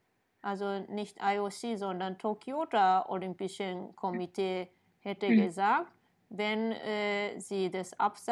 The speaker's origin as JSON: {"language": "German", "region": "Kyoto", "country": "Japan", "said": "Ja, auch in Kyoto, wo ich herkomme, da waren dann halt größtenteils abgesagt"}